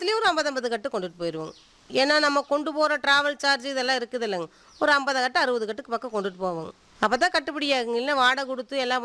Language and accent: Tamil; Tamil Nadu, India; நாங்கள் பிறந்தது இதே மலைப்பழையுமே தானுங்க. படித்தது பார்த்துட்டிங்கன்னா செஞ்சேரி மலை ஸ்கூலில். நாங்கள் கல்யாணம் பண்ணது இதே ஊரில் தான், மலைப்பழத்துலேயே தான்.